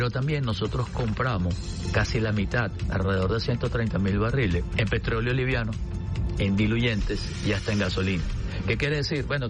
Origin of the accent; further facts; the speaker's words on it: Venezuela; yo como venezolano lo siento en mi bolsillo